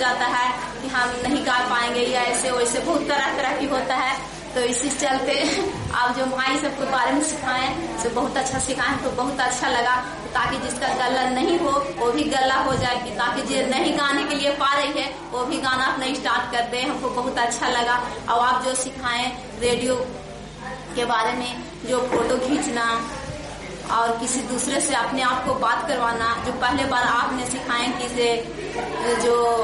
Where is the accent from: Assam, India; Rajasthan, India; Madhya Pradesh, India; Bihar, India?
Bihar, India; Dev; मैं देव की रहने वाली हूँ, मैं यहाँ की गर्ल हूँ